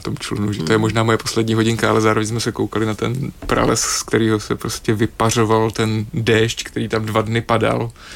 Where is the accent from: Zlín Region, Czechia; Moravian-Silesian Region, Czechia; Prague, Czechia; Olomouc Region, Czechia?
Olomouc Region, Czechia; Olomouc; jak jsme oba z Olomouce